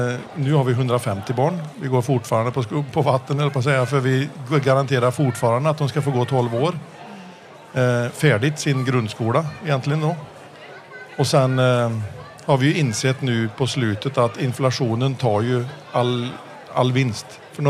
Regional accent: Ethiopia; moved away; Eftersom jag är uppväxt i Etiopien och har sett fattigdom och brist på mat.

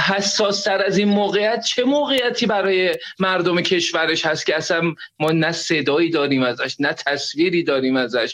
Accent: Iran; born there; ما بدبختیمونه که تو ایران به دنیا اومدیم

